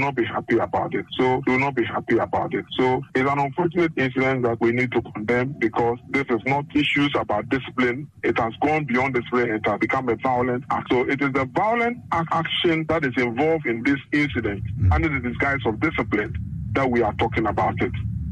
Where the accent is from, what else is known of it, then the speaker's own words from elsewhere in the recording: Ghana; So our position is that, first of all, as Ghanaian parents, we unequivocally condemn this act of violence